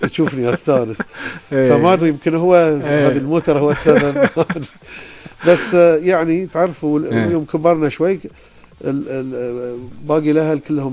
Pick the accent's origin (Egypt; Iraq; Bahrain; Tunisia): Bahrain; عندنا في البحرين